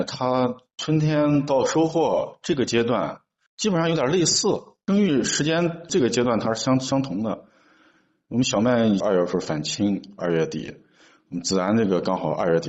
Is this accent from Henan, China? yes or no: yes; Henan, China; now in Xinjiang, China; 在北京或者在我们河南那边，常吃的有一个香料蔬菜叫茴香